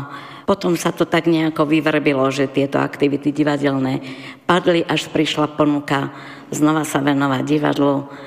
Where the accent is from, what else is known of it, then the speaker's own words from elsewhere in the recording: Brezno, Banská Bystrica Region, Slovakia; moved away as an adult; also born or lived in Prešov / Košice; now in Michalovce, Slovakia; Nie som z Michaloviec, ja pochádzam z hore Hronia, som z Brezna, takže sa hrdo hlásim k dvom mestám. K Breznu, kde som vyrastala, a k Michalovciam, kde som už viac ako 50 rokov.